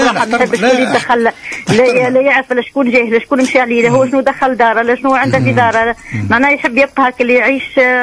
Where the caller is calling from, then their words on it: El Metouia, Gabès Governorate, Tunisia; من المطوي